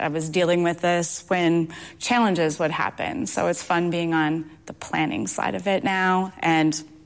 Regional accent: Crystal Falls, Michigan, United States; now in Marquette, United States; I'm a Crystal Falls girl, but I've been living in Marquette for 16 years.

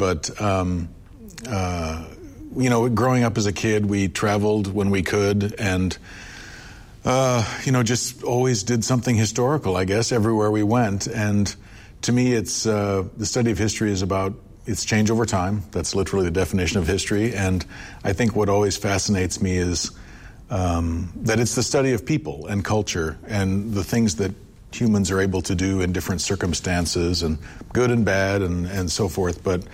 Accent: North Dakota, United States; But a lot of people probably already know that I grew up in North Dakota. So, I mean, the winter is whatever.

